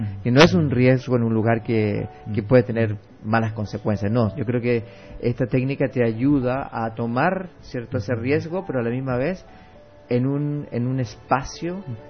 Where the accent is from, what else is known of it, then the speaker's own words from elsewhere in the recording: Chile; also born or lived in Mexico; now in United States; Yo originalmente soy chileno, pero emigré a los Estados Unidos hace bastante tiempo. También pasé un tiempo en México.